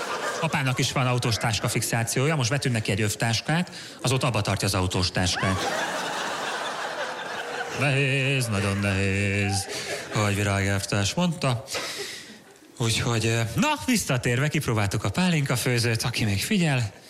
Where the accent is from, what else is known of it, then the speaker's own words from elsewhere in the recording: Hungary; Ez a magyar népi sport, ebben nőttünk fel.